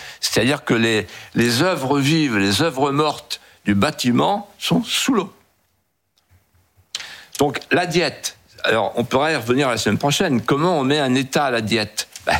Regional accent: France; Je suis français, j'ai envie de rester français

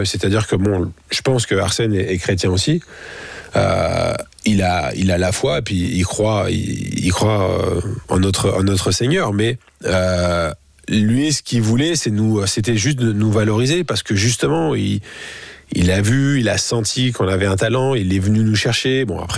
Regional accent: Reims, Grand Est, France; born there; Je viens d'une famille qui est catholique, Portugal, France. Vous l'avez dit, je suis né à Reims. Et pour moi, c'était important de garder cette culture qui est en moi.

